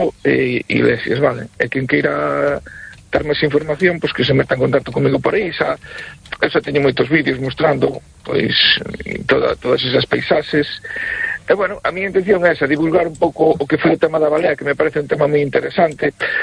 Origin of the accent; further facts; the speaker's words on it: Fisterra, Galicia, Spain; Nos na fin da terra, Fisterra, temos moitas cousas moi interesantes